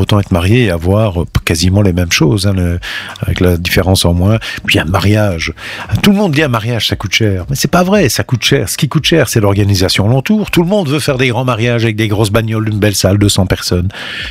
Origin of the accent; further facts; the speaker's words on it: Italy; malgré que je travaillais, que j'étais majeur, vu que je suis italienne.